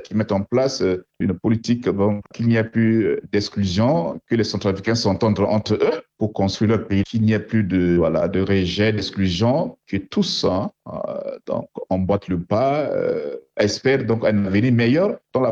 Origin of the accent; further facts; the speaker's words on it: Central African Republic; C'est de sens que, voilà, en tant que Centrafricain, nous souhaitons que dans cette République-là, que nous connaissions vraiment la prospérité, le développement.